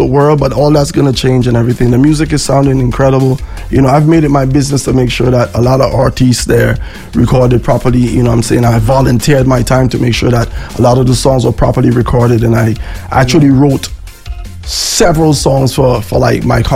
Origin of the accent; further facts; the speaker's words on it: St. Vincent & Grenadines; accent: Vinci; me with my Vinci accent